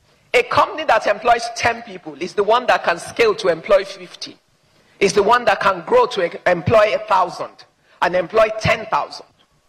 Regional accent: Ibadan, Oyo, Nigeria; I'm not from Ijebu, by the way. I'm an Ibadan girl married to an Ondo man born of a Cameroonian mother. So I have no link with Ijebu.

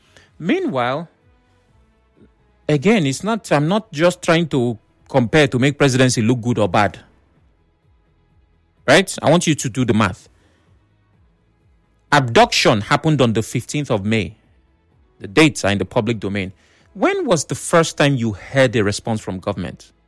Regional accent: Nigeria; As you are now as a Nigerian, believe it or not.

